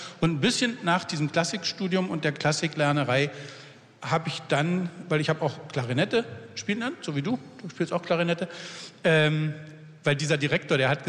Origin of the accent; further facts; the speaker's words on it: Berlin, Germany; Ich bin noch zu Ostzeiten in Ost-Berlin aufgewachsen.